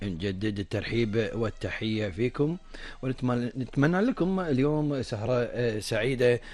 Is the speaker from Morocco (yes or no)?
no; Kuwait